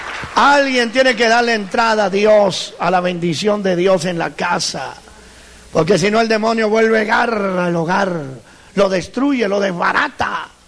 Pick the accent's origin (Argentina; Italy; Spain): Italy; Porque yo también era religioso. Y yo soy italiano.